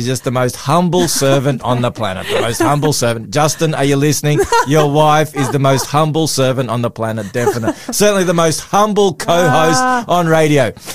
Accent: Melbourne, Victoria, Australia; also born or lived in Footscray; Seddon Church. That's where I grew up. I was literally born.

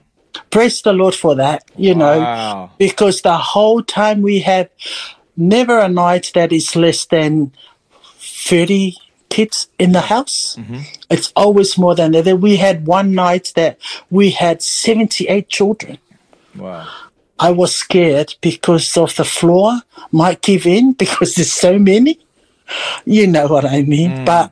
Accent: Samoa; Although I grew up in Samoa, but it was always mum and dad, and we just go along and sing songs, do nothing at all, just that.

